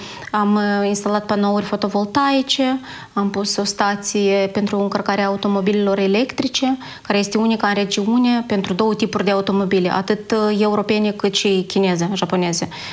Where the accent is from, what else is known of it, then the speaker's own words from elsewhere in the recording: Molovata Nouă, Dubăsari District, Moldova; Eu sunt de Baștină din Mulovata Nouă.